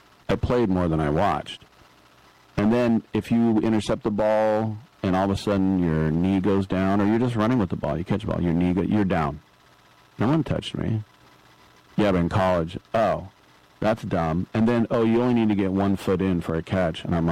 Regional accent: Berkeley, California, United States; And most of it has to do with just growing up in the Berkeley area and seeing how pathetic Cal is year in and year out.

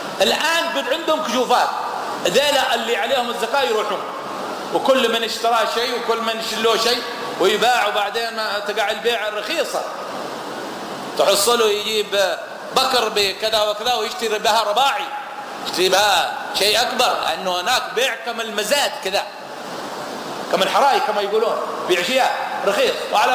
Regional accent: Yemen; عندنا في اليمن

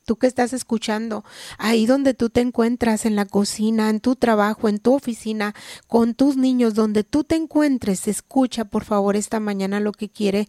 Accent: Mexicali, Baja California, Mexico; Yo soy de aquí, de Mexicali

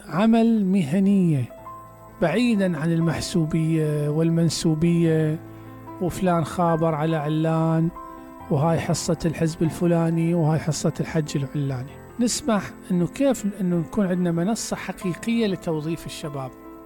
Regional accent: Basra Governorate, Iraq; عندنا في العراق

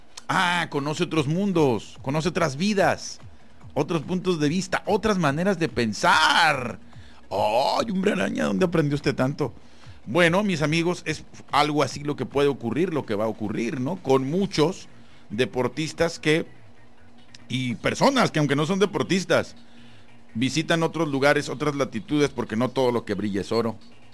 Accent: Mexico; nos hace falta también a nosotros como mexicanos conocer un poquito más.

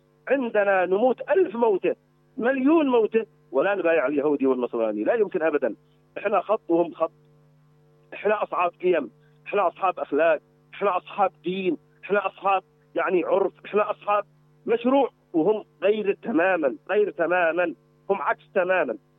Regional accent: Yemen; إحنا كشعب يمني يمن الإيمان والحكمة

